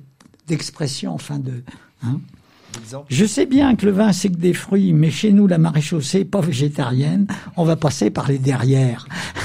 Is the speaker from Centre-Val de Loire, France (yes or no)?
no; Saint-Étienne, Auvergne-Rhône-Alpes, France; accent: Stéphanois